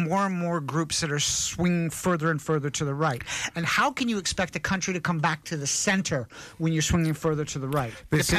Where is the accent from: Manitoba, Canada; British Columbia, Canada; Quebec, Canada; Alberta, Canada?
Alberta, Canada; where I grew up was near Treaty 7 land. And so we had the Piikani, we had the Piegan, we had Blackfoot, which are related to the Cree Indians.